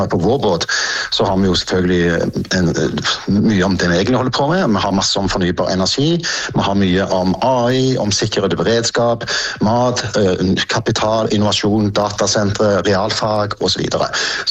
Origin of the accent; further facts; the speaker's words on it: Western Norway, Norway; og vi er fra Vestlandet, og vi liker verdiskaping og skape nye ting, og det blir litt vår profil her borte.